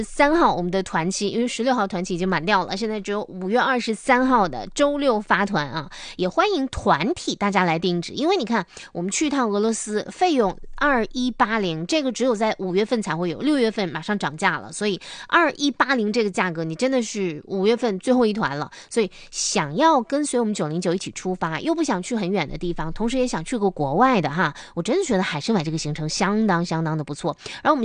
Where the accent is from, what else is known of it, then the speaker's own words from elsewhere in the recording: Northeast China, China; 这也真的是独属于我们东北人的一种浪漫吧